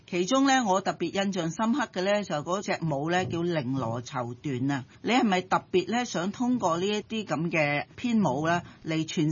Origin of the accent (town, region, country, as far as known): Hong Kong